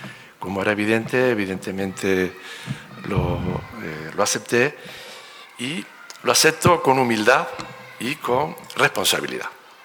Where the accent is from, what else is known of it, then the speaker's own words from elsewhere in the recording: Teror, Canary Islands, Spain; Yo soy de Teror. Yo nací en Teror. Yo viví mi infancia y mi adolescencia en Teror. Y tengo un vínculo muy grande con Teror. Sigo teniendo la casa familiar y para mí este es mi pueblo. Es mi pueblo de siempre.